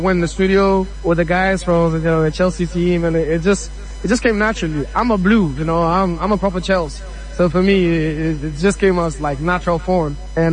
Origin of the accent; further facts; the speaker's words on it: Ghana; you know, I'm a Ghanaian, I'm African